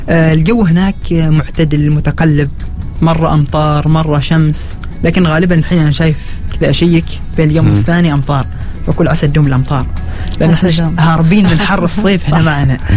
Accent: Oman; اخترت ضمن نخبة من الطلبة وبتشارك في وفد تمثل أنت فيه وطنك، تمثل عمان فيه

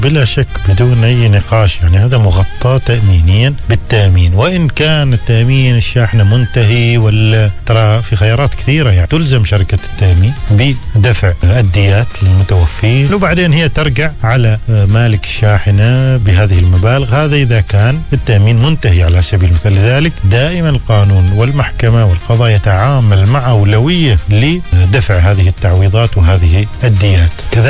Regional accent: Oman; عندنا في عمان

